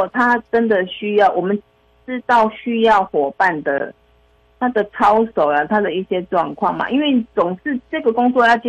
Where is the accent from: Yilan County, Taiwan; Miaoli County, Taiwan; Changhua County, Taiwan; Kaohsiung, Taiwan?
Kaohsiung, Taiwan; 主持人好，听众朋友大家好，